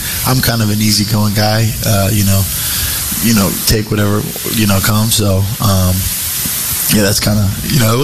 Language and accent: English; Lambertville, New Jersey, United States; born there; so I was born in New Jersey, a small town called Lambertville.